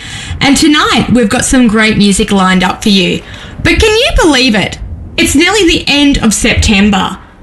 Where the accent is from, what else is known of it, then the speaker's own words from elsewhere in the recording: Hobart, Tasmania, Australia; Yes, as most of you know … from Hobart.